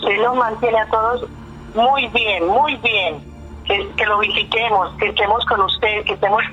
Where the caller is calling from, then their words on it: Santa Fe de Antioquia, Antioquia, Colombia; Me llamo de Santa Fe de Antioquia.